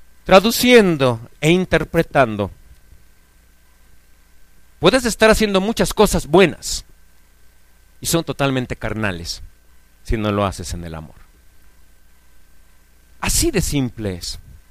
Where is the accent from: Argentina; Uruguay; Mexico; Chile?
Mexico; nosotros, que somos verdaderos mexicanos. Y aunque somos verdaderos mexicanos